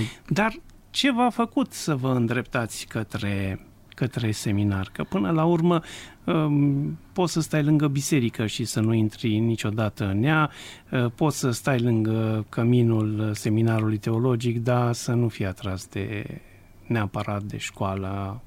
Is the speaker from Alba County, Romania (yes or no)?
yes; Alba Iulia, Alba County, Romania; born there; Cei care sunt din Alba Iulia, și eu sunt născut în Alba Iulia